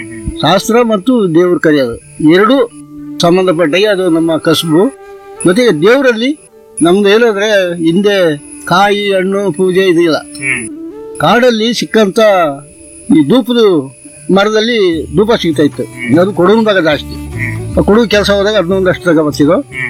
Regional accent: Karnataka, India; born there

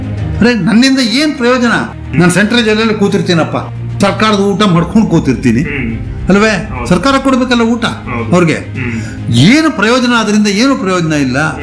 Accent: Mysore, Karnataka, India; ನಾನು ಮೈಸೂರು ಹುಟ್ಟಿದ್ರಿಂದ 1ನೇ ಕ್ಲಾಸ್ ಓದಿದ್ದು ಮೈಸೂರು, ಈ ವಯಸ್ಸಲ್ಲಿ ನಾನು ಮೈಸೂರಲ್ಲಿದ್ದೀನಿ.

